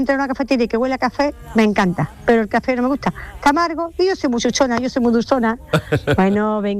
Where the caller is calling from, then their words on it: Carmona, Andalusia, Spain; de Carmona.